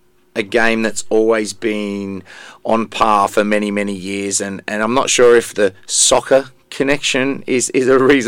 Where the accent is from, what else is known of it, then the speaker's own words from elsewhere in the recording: Australia; being an Australian